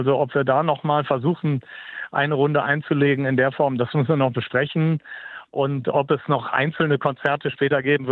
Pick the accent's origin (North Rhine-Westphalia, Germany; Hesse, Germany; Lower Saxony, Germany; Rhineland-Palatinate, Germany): North Rhine-Westphalia, Germany; Düsseldorf; Wir kommen aus Düsseldorf.